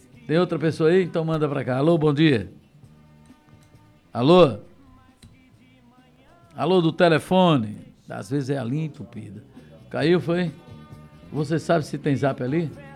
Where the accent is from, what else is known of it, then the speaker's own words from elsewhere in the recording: Santa Rita, Brazil; now in Lerolândia, Brazil; Mas sou de Santa Rita, moro em Lerolândia.